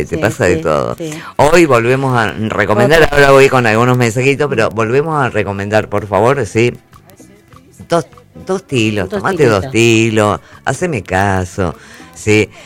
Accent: Argentina; ¿Te das cuenta que somos así los argentinos?

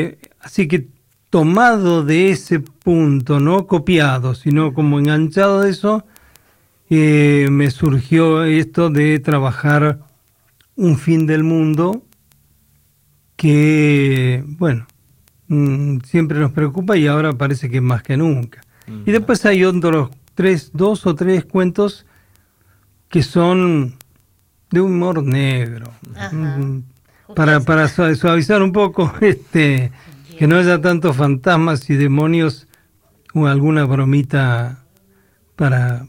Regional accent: Caleta Olivia, Santa Cruz, Argentina; also born or lived in Comodoro Rivadavia, Argentina / Pico Truncado, Argentina; Nací en Comodoro y me crié en Caleta. Y Truncado porque trabajé varios años ahí, así que tengo parte de mi corazón también en ese lugar.

